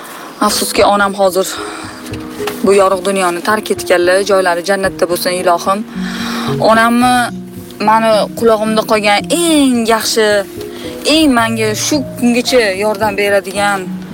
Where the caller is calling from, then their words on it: Tashkent, Uzbekistan; Sergelidan